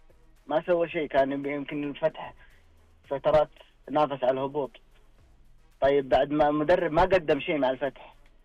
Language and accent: Arabic; Saudi Arabia; إحنا نعاني منها كمدربين سعوديين